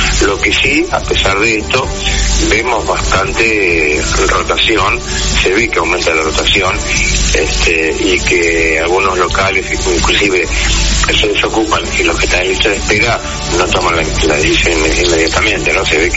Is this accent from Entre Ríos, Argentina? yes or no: no; Moreno, Buenos Aires Province, Argentina; yo soy de provincia de Buenos Aires, de Moreno.